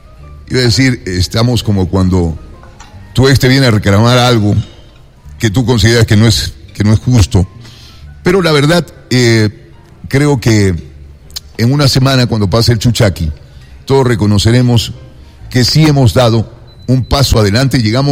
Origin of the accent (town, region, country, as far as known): Ecuador